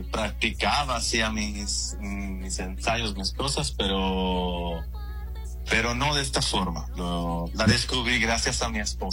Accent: Florence, Tuscany, Italy; born there; Spanish is a second language; Yo en Florencia, en Italia.

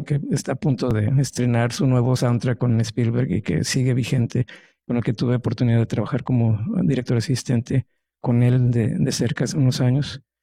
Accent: Monterrey, Nuevo León, Mexico; Y pues bueno, estamos en Monterrey, crecimos en Monterrey. Monterrey no era tierra fértil y tenemos una gran ciudad hoy en día. Estamos en medio del desierto prácticamente.

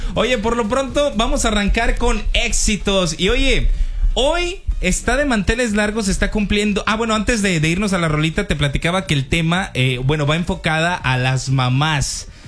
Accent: Comarca Lagunera, Mexico

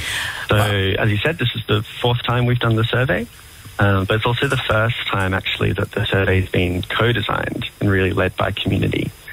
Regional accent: Canberra, Australian Capital Territory, Australia; also born or lived in Kununurra, Western Australia; But me, I grew up here on Ngunnawal country in Canberra, where Zoe and I are both calling from.

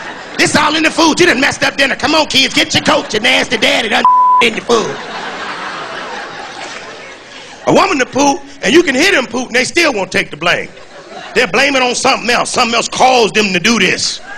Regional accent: Chicago, Illinois, United States

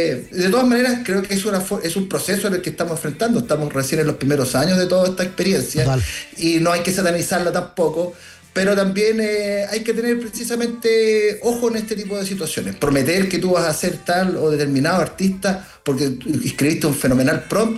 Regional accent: Valparaíso, Chile; estaba en Valparaíso, mi ciudad natal, y había llovido

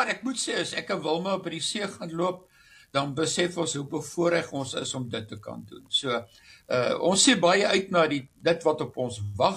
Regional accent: Namibia; also born or lived in Paarl, South Africa / Potchefstroom, South Africa; now in Western Cape, South Africa; ek is in Paro gebore, nie baie ver hier vandaan nie, en natuurlik, toe ek Namibie het, my pa is toe Namibie toe, en dit is natuurlik waar ek groot geword het, maar ek is 'n gebore Kapenaar, maar in my hart is ek 'n Suidwester

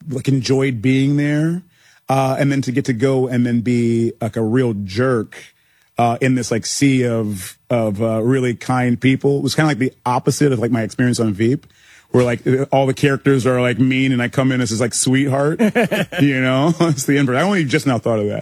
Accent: Ghana; they know that I'm Ghanaian. Mm-hmm. My mother's Ghanaian.

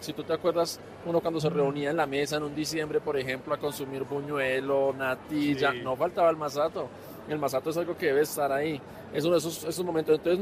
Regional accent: Bogotá, Colombia; born there; pero yo soy nacido aquí en Bogotá, amo Bogotá.

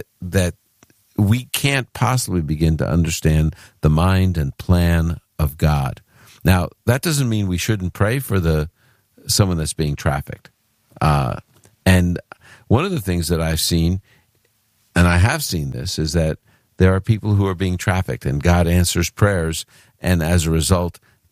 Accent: Brooklyn, New York, United States; And that's what I call the Holy Land because I'm from Brooklyn.

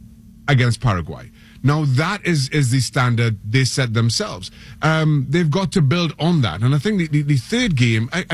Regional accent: Trinidad & Tobago; And listen, I am not American. I grew up in Trinidad and Tobago. I played my football there.

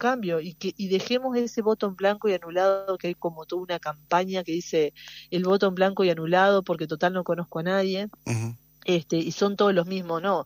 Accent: Uruguay; como somos los uruguayos, que somos gente que sale de adelante

